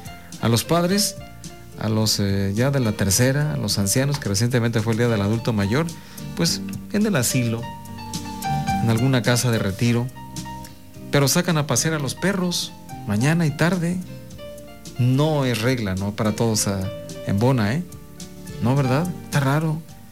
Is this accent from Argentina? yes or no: no; Mexico; somos mexicanos